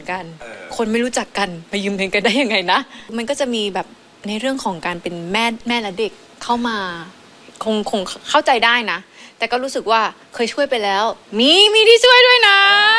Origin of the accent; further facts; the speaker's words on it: Phuket, Thailand; moved away as an adult; ก็เป็นมาจากภูเก็ตใช่ไหมคะ